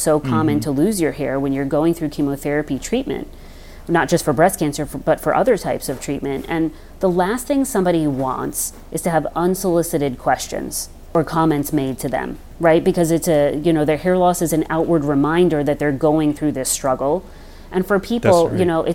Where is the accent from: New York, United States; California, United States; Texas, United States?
New York, United States; And also being in the New York area, a lot of people don't realize that growing up on Long Island and in the tri-state area, there can be a higher risk of breast cancer